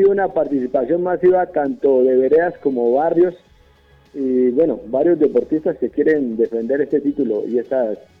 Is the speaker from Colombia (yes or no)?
yes; Colombia